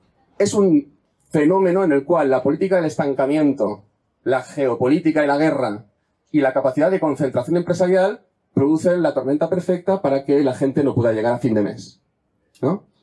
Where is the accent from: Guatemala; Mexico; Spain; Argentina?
Spain; Catalonia; Yo vengo de Cataluña, para bien y para mal.